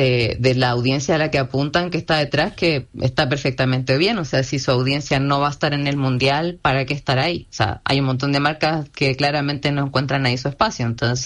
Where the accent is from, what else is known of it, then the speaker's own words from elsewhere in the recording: Argentina; nosotros somos argentinos y obviamente que podemos.